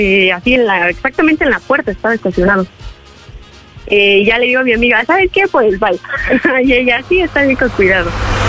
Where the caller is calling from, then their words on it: Mexico City, Mexico; Soy de Ciudad de México y tengo 28 años.